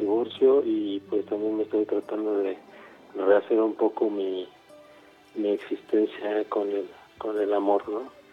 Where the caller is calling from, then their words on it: Mexico City, Mexico; te escucho desde la Ciudad de México, aquí en el cerca del aeropuerto de la Ciudad de México.